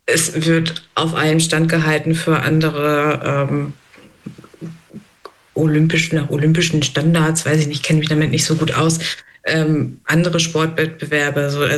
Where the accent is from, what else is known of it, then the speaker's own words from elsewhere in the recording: North Rhine-Westphalia, Germany; ich bin in NRW aufgewachsen